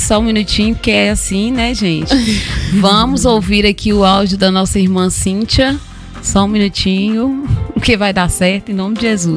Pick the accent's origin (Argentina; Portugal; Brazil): Brazil; Pedro Leopoldo, Minas Gerais; born there; now in Sete Lagoas, Brazil